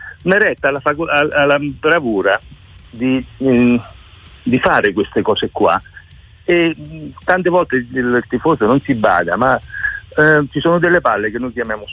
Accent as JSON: {"language": "Italian", "town": "Naples", "region": "Campania", "country": "Italy", "said": "per noi napoletani"}